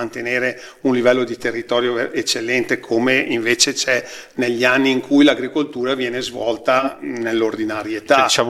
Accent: Trigolo, Lombardy, Italy; Io vengo da Trigolo, zona dove comunque l'irrigazione antica a scorrimento è quella più famosa

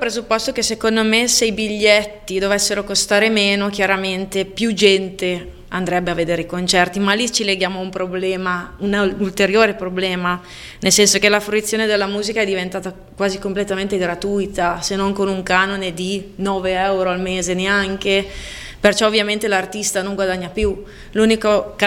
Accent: Casalmorano, Lombardy, Italy; moved away as an adult; now in Cremona, Italy; io da che vivo in città, perché io sono di campagna, cioè sono di Casalmorano ma vivo a Cremona da 2 anni, da che vivo proprio la città

